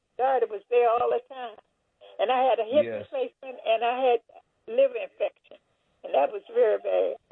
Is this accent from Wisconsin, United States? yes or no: no; Washington, District of Columbia, United States; we've been in Washington, D.C. all our lives. And I'm 80.